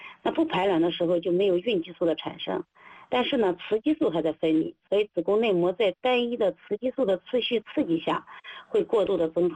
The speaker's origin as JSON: {"language": "Chinese", "country": "China"}